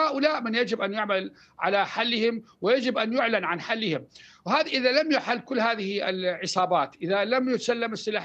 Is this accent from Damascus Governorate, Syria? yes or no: no; Al-Malikiyah, Al-Hasakah Governorate, Syria; تصور أن أنا من أبناء المنطقة المالكية، أبناء قريتي اللي تابعين المنطقة المالكية أو ناحية العربية بشكل كامل